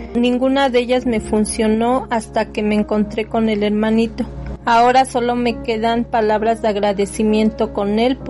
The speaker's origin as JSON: {"language": "Spanish", "town": "Texcoco", "region": "State of Mexico", "country": "Mexico", "said": "Soy del municipio de Texcoco, de la comunidad de Santa María Chiconcuac."}